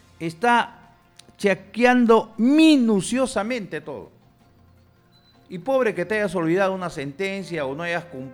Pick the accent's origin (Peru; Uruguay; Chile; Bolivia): Peru; Somos peruanos